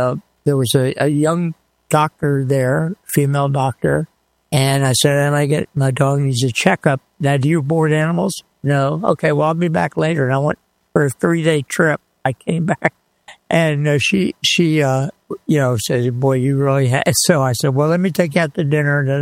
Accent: Miami Beach, Florida, United States; also born or lived in Tampa, Florida; My father was the assistant manager of the Chamber of Commerce, and then he was elevated to the director back then, executive director of the Miami Beach Chamber of Commerce. So I lived down there growing up

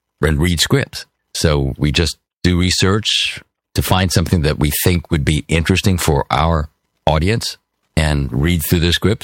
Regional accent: Dayton, Ohio, United States; moved away; I started in community theater at my hometown in Dayton, Ohio, way back in like 1980.

